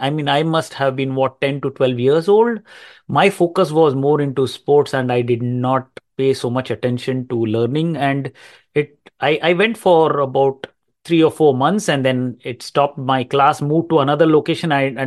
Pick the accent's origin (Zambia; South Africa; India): India; English is a second language; moved away as an adult; now in Canada